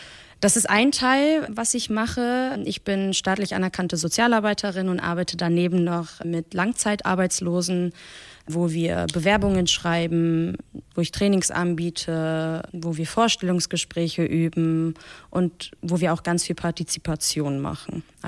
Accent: Hanover, Lower Saxony, Germany; born there; first language Persian; German is a second language; ich bin 30 Jahre alt und geboren bin ich in Hannover.

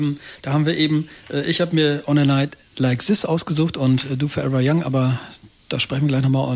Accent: Lübeck, Schleswig-Holstein, Germany; ich komme ja nur aus Schleswig-Holstein, Lübeck

